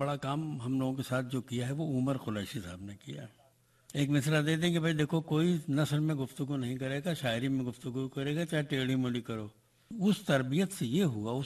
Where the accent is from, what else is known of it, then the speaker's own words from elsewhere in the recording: Balrampur, Uttar Pradesh, India; born there; میں بلرام پور میں پیدا ہوا